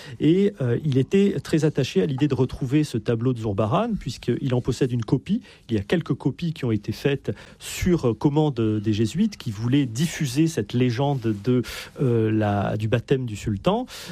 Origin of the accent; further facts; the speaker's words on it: Corsica, France; Pour ma part, je suis Corse, d'origine corse, très attaché à la Corse